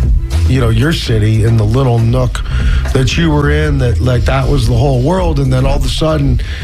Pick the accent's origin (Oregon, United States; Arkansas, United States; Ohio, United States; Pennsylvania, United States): Pennsylvania, United States; Erie; moved away as an adult; I grew up in Erie, Pennsylvania, in a small town in PA. I mean, it's grown a lot since I left, but, you know, grew up there, was raised Catholic, went to an all-boys Catholic school